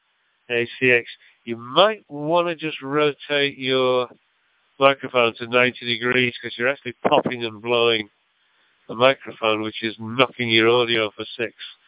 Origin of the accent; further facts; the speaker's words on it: North West England, United Kingdom; now in Australia; I'm not from the city of Manchester. I'm a good bus ride away, closer to Rochdale and Bury and Oldham. That would be closer to where I used to live, but I used to live in a smaller township between that lot.